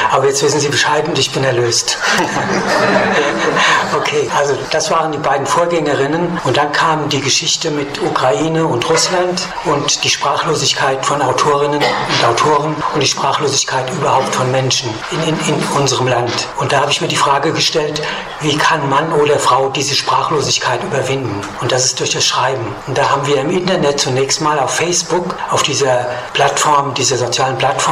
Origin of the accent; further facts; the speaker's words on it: Bingen am Rhein, Rhineland-Palatinate, Germany; ich bin am Rhein ursprünglich. Aus Bingen am Rhein und bin dann in verschiedenen Stationen Deutschlands und Südamerikas gewesen, auch Israel, Indien und so weiter und so fort.